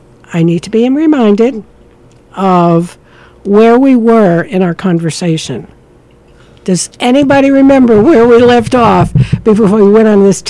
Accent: Hinesville, Georgia, United States; born or raised there; moved away

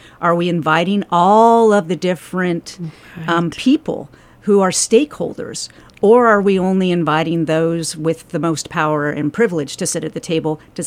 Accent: Portland, Oregon, United States; now in Savannah, United States; I'm from the West Coast, actually. I'm from Portland, Oregon.

